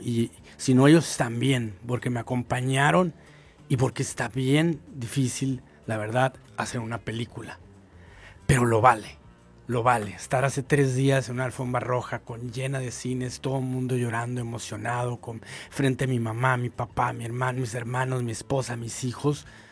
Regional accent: Mexico; moved away; yo siempre también soñé venir a mi tierra. Llevo 23, 24 años fuera

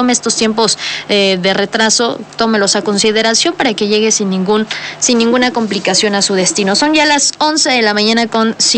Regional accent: Puebla, Mexico; nosotros como poblanos estamos acostumbrados

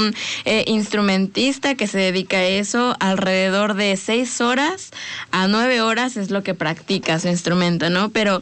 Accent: Mexico

